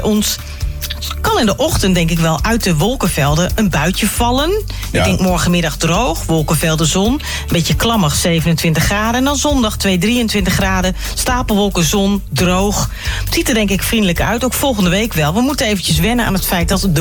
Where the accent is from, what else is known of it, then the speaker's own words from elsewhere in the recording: Apeldoorn, Gelderland, Netherlands; Ik ben lang opgegroeid in Apeldoorn.